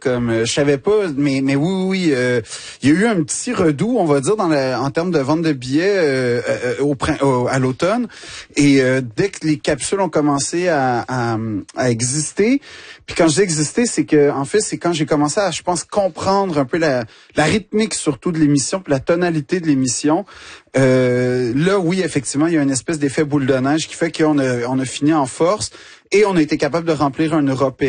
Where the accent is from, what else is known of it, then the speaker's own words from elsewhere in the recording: Quebec, Canada; now in France; je suis Québécois. Donc en fait, je suis pas un Français, je suis un Québécois qui est en France.